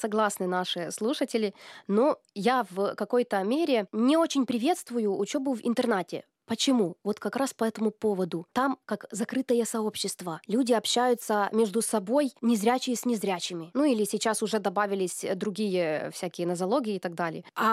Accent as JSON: {"language": "Russian", "town": "Chernivtsi", "region": "Chernivtsi Oblast", "country": "Ukraine", "moved": "as an adult", "lives_now": "Belarus"}